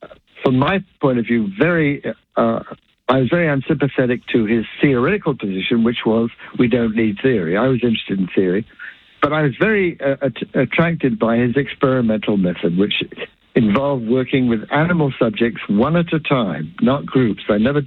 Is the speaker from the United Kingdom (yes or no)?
yes; England, United Kingdom; my problem was that I grew up in England, and in England, it's a rather rigid educational system.